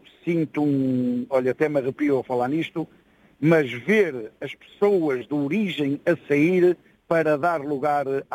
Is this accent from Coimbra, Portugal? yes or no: no; Vila Nova de Gaia, Porto, Portugal; now in Valadares, Portugal; Eu nasci no Porto, em Miragaia. Depois fui criado na Ribeira Gaia, onde tem as cabos de vinho do Porto, e depois casei e pronto, estou a morar em Valadares já há 32 anos.